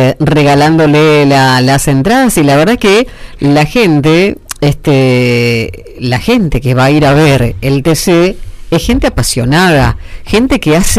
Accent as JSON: {"language": "Spanish", "country": "Argentina", "said": "tan pasionales como somos los argentinos"}